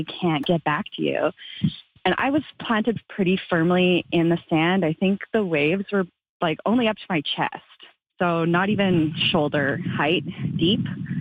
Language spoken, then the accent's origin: English; Manitoba, Canada; But I'm from Manitoba. I don't have a ton of experience with the ocean.